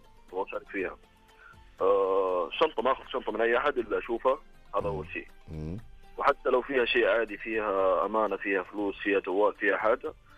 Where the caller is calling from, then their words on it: Medina, Medina Province, Saudi Arabia; من المدينة.